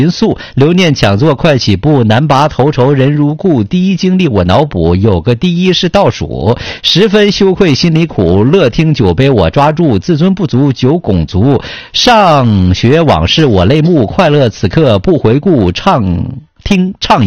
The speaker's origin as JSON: {"language": "Chinese", "region": "Northeast China", "country": "China"}